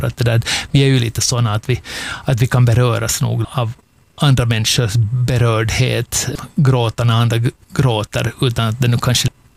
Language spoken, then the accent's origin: Swedish; Finland